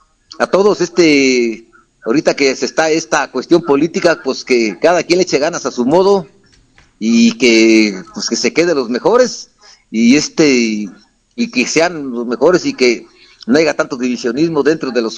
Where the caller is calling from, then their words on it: Mexico